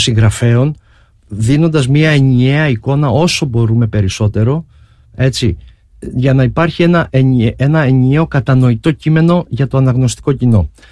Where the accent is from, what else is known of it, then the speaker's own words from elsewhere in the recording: Ierapetra, Crete, Greece; σε μια πόλη όπως είναι η πόλη μου Ιεράπετρα, στην άλλη άκρη της Ελλάδας, στην άλλη άκρη της χώρας.